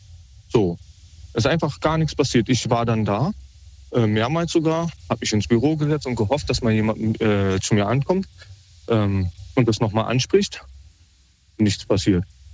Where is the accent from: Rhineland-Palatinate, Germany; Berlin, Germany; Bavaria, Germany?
Berlin, Germany